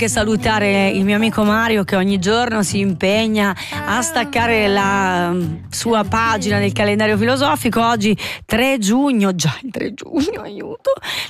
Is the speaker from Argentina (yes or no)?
no; Italian-speaking Switzerland, Switzerland; noi la Svizzera italiana ce la spupazziamo, siamo con orgoglio e ci stiamo così tanto bene